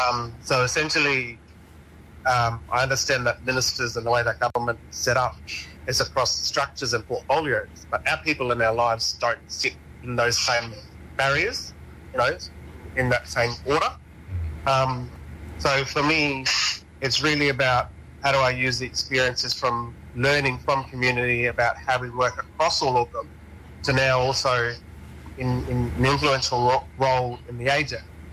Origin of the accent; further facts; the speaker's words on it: Port Hedland, Western Australia, Australia; born there; also born or lived in East Pilbara; I'm a Bunjuma man from the Silver, but I was born on Barada Country in Headland.